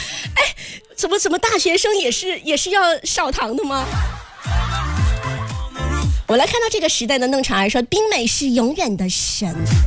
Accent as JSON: {"language": "Chinese", "region": "Sichuan", "country": "China", "moved": "yes", "lives_now": "Guangdong, China", "said": "作为四川人啊，我们的早餐就相对比较简单一些"}